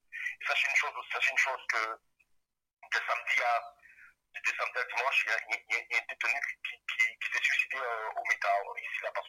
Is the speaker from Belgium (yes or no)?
no; Guadeloupe; now in France; moi je suis un Guadeloupéen et j'ai le mental.